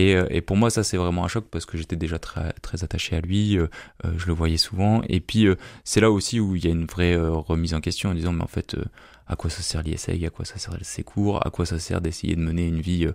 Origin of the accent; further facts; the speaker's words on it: Tourcoing, Hauts-de-France, France; Alors moi, j'ai grandi à Tourcoing, dans une famille qui avait des racines chrétiennes. J'ai été baptisé, j'étais à l'école catholique à Tourcoing, puis à Lille, à Saint-Paul.